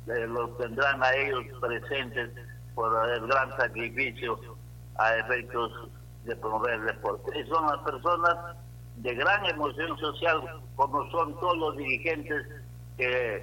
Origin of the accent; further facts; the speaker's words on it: Huarmaca, Piura, Peru; de mi tierra, de Huarmaca